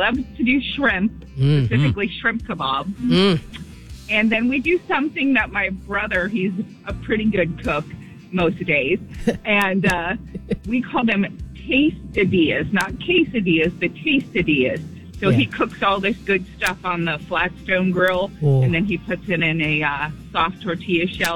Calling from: Austintown, Ohio, United States; Yeah, calling from Austintown at the moment.

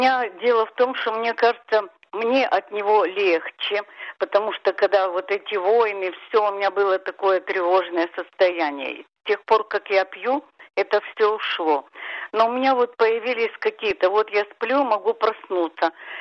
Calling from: Beersheba, Southern District, Israel; Я звоню вам из Бершевы.

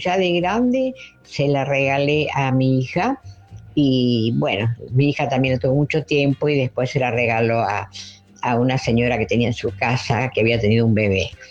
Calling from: Tigre, Buenos Aires Province, Argentina; de Tigre.

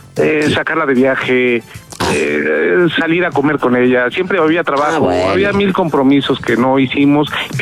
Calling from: Mexico City, Mexico; De acá, de Iztapalapa.

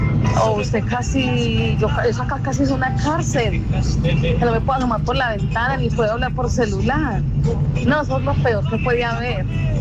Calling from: Santa Rosa de Cabal, Risaralda, Colombia; de Jerez, Santa Rosa de Cabal.

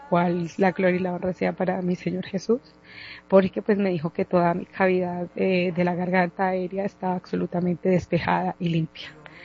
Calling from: Ibagué, Tolima, Colombia; hablo desde la ciudad de Ibagué.

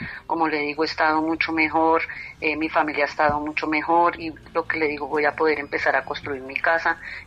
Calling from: Bogotá, Colombia; lo estoy llamando acá del barrio Venecia, en Bogotá.

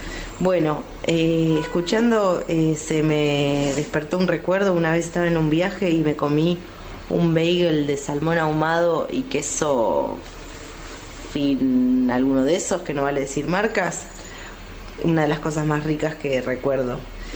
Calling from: Buenos Aires, Argentina; Les mando un cariño enorme … de Flores.

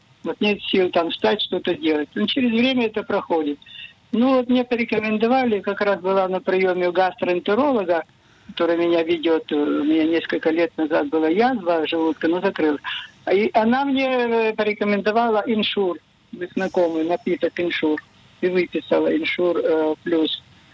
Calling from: Hadera, Haifa District, Israel; из Хадеры. У меня такой вопрос. Мне 87 лет

